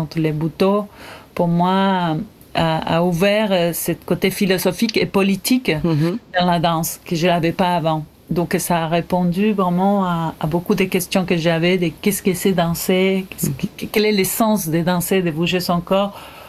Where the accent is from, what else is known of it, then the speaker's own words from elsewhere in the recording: Entre Ríos, Argentina; moved away as an adult; also born or lived in Córdoba, Argentina / Buenos Aires, Argentina; now in France; je peux dire que je suis née à Cordoba. Après, j'ai grandi plus en Entre Ríos, justement du côté de l'Uruguay